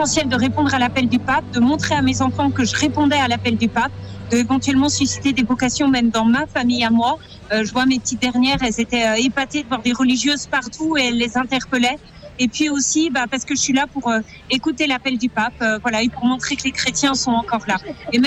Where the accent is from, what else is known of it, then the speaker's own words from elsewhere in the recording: Bordeaux, Nouvelle-Aquitaine, France; Alors nous, on vient de Bordeaux, on est venu avec nos trois enfants